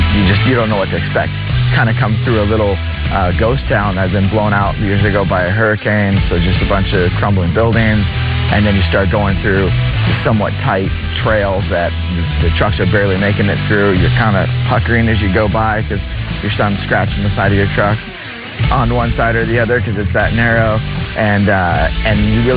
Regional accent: Temecula, California, United States; from Temecula, California.

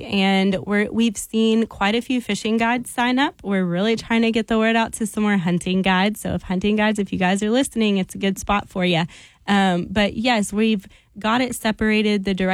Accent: Arkansas, United States; I grew up in Arkansas

